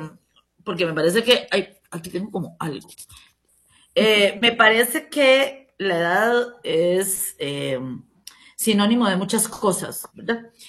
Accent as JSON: {"language": "Spanish", "country": "Costa Rica", "said": "ese pensamiento que muchos costarricenses tenemos, ¿verdad?"}